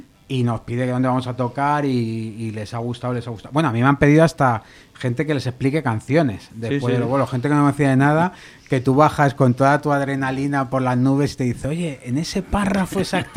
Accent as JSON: {"language": "Spanish", "town": "Madrid", "region": "Community of Madrid", "country": "Spain", "moved": "yes", "lives_now": "Daganzo, Spain", "said": "yo, aunque llevo 20 y tantos años en Daganzo, soy de Barrio del Pilar."}